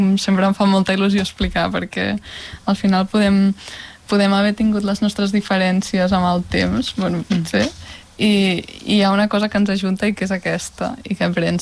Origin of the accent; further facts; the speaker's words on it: Terrassa, Catalonia, Spain; Jo soc de Terrassa, tu ets de Tarragona